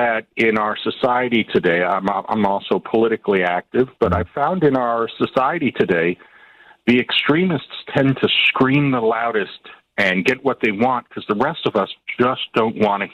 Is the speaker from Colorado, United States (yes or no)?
no; Washington, District of Columbia, United States; I grew up in the Washington, D.C. area, have lots of paraphernalia, been rooting for them since the early 70s.